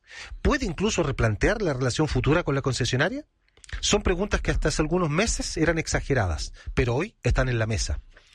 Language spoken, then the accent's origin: Spanish; Chile